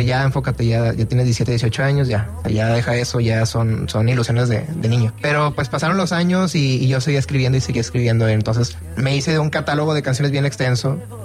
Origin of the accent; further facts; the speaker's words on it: Guadalupe, Nuevo León, Mexico; Soy de Guadalupe.